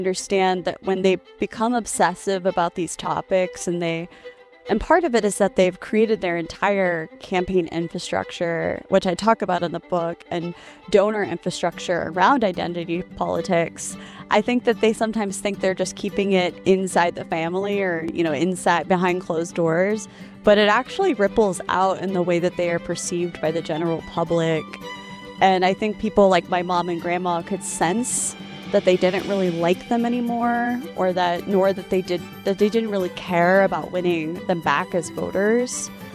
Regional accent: Kansas City, Missouri, United States; So I was born in the Kansas City, Missouri area. Spent my childhood on both sides of the state line, so I can't claim one. I claim both.

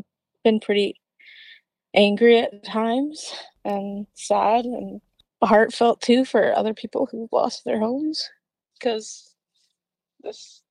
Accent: Penticton, British Columbia, Canada; We're both from large families. I'm originally from Penticton, and my home community is Penticton Indian Band, and my partner's home community is Okanagan Indian Band.

